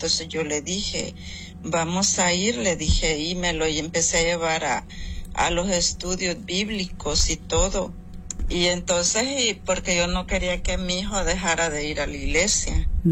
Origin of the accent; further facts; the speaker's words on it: El Salvador; born there; Yo, en El Salvador.